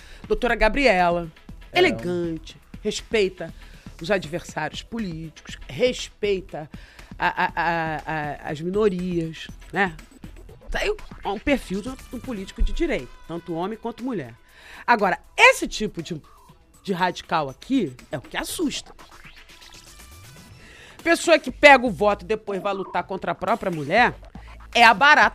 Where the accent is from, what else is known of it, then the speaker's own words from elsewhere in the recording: Baixada Santista, São Paulo, Brazil; Eu conheço aquela região, que eu sou da Baixada Santista.